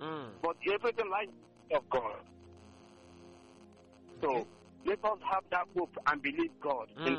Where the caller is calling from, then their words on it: Nigeria; I'm calling from Obinwa.